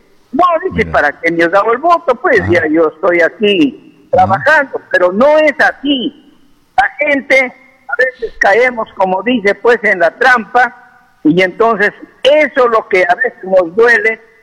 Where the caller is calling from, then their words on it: Bagua Province, Amazonas, Peru; aquí en nuestra provincia de Bagua